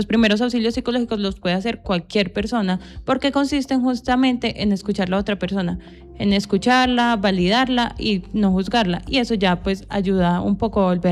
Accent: Pensilvania, Caldas, Colombia; nos identifica mucho como colombianos y como pensilvenses

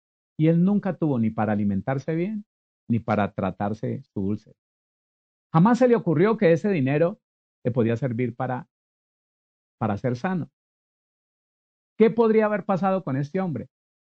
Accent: Tuluá, Valle del Cauca, Colombia; moved away; Allá en la ciudad de donde yo vengo, un municipio muy bonito, llamado Tuluá, en el Valle del Cauca

